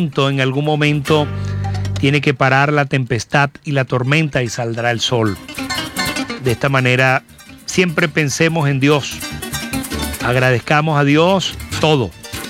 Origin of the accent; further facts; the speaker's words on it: San Carlos, Cojedes, Venezuela; el de Barrio Nuevo, el de San Carlos, el de Cojedes